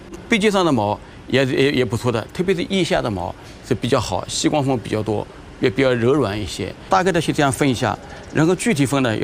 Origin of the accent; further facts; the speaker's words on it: Yangzhou, Jiangsu, China; moved away as an adult; now in Shanghai, China; 我是扬州人嘛